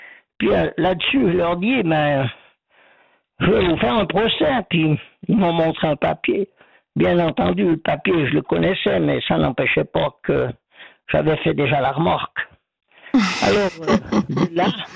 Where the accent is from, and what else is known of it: Ormonts, Vaud, Switzerland; accent: Ormonts